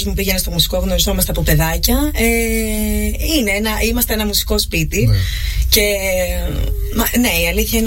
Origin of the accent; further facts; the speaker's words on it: Heraklion, Crete, Greece; also born or lived in Thessaloniki; Έχω μεγαλώσει βέβαια στο Ηράκλειο. Πήγα στο μουσικό σχολείο εδώ στο Ηράκλειο. Συνέχισα τις σπουδές μου στην Θεσσαλονίκη, στο μουσικό σπουδών, στο Αριστοτέλειο.